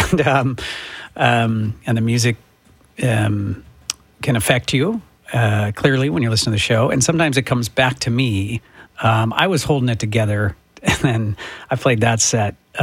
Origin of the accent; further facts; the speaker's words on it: Sioux City, Iowa, United States; I remember driving when I was a kid from Sioux City. We'd drive up to Spokane and we'd drive through Nebraska and drive through Montana.